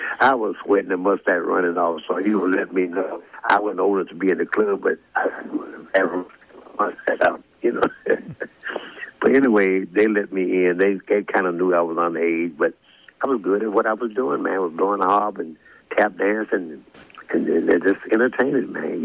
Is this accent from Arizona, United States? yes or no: no; Louisiana, United States; because I'm from Louisiana, but my first encounter of the stage was in Arkansas on 30th Street in Pine Bluff, Arkansas.